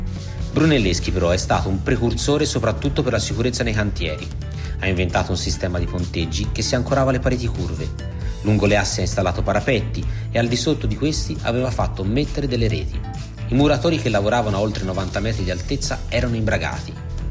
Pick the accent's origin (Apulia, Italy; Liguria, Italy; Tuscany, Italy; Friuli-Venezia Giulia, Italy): Tuscany, Italy; Florence; da buon fiorentino sono molto orgoglioso della cupola del Duomo.